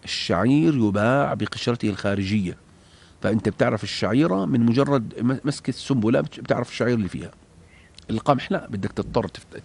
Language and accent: Arabic; Jordan; فلو باع مثلا مزارع عندنا في الأردن بيسموها فصة